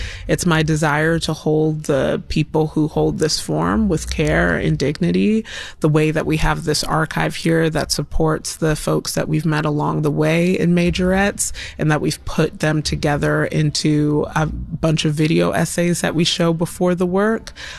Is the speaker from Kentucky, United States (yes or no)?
no; Stone Mountain, Georgia, United States; moved away; I grew up in Stone Mountain, Georgia